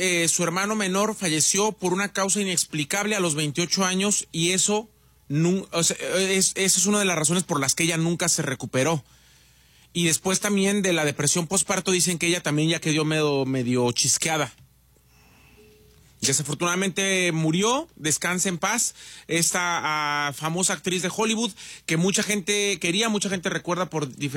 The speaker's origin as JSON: {"language": "Spanish", "country": "Mexico", "said": "Ay, así somos los mexicanos cuando van los gabachos a México."}